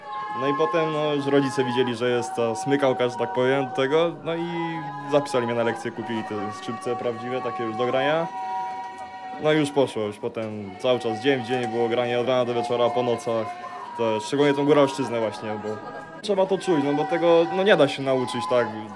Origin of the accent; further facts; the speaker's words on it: Stary Sącz, Lesser Poland, Poland; pochodzę ze Starego Sącza. Korzenie mam z Podhala, z Koniówki, pradziadek pochodził stamtąd. Siedzę w Starym Sączu.